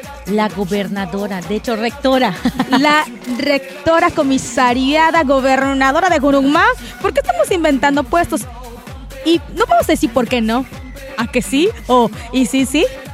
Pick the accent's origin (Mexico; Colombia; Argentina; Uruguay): Mexico